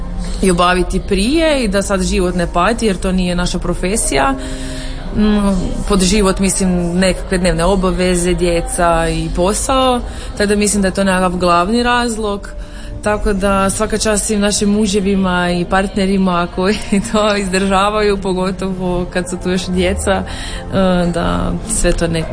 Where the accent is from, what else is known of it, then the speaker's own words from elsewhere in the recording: Hum na Sutli, Krapina-Zagorje County, Croatia; moved away as an adult; now in Kumrovec, Croatia; ja sam i dalje Humčanka i sad sam još i Kumrovčanka, tako da to ću biti uvijek. Rodno mjesto nekako uvijek ostane ono prvo i uvijek ću biti Humčanka. To se ne bude nikad promijenilo. Radim u Sloveniji, tako da sam ja nekako tu i to blizu granice, nisam daleko, tako da ja nisam daleko u principu od doma otišla.